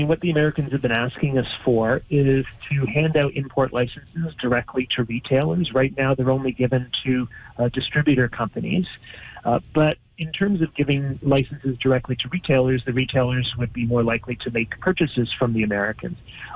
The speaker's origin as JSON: {"language": "English", "country": "Canada"}